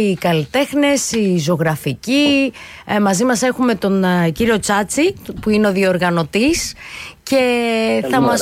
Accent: Thessaloniki, Central Macedonia, Greece; Και από τους Λειψούς θα πάμε τώρα στην πατρίδα μου, στην Θεσσαλονίκη μας, την όμορφη.

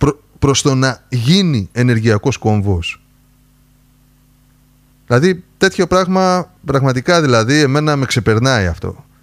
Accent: Greece; είμαι Έλληνας. Και ως Έλληνας θέλω το καλύτερο για τη χώρα μου.

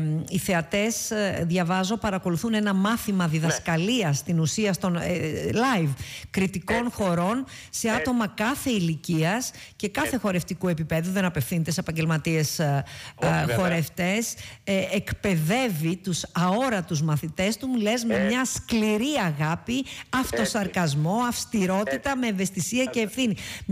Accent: Aigio, Western Greece, Greece; στην πατρίδα μου στο Αίγιο

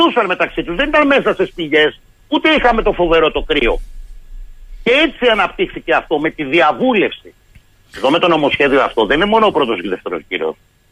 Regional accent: Central Greece, Greece; πριν πάω στην ιδιαίτερη πατρίδα μου την Εύβοια.

